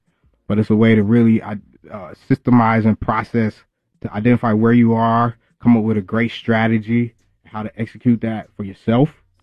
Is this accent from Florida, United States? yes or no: no; Minneapolis, Minnesota, United States; moved away as an adult; also born or lived in Atlanta, Georgia; I grew up in Minneapolis, Southside Minneapolis. I met my boo back in 2005, who had moved here from the Bahamas, and we got married, and then we moved to Atlanta, Georgia.